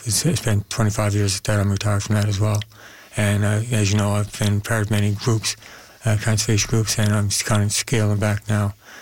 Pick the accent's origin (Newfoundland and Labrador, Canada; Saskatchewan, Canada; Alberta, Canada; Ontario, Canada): Newfoundland and Labrador, Canada; St. John's; also born or lived in Amherst Cove, Bonavista Bay; I grew up here in St. John's. Yeah. Well, I went to school in St. John's. I grew up out in Amherstville, Bonavista Bay, the heart of the bay.